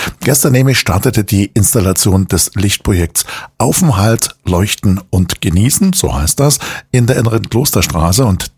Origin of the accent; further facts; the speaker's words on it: Chemnitz, Saxony, Germany; Da gehen wir nämlich in meine Heimatstadt nach Chemnitz.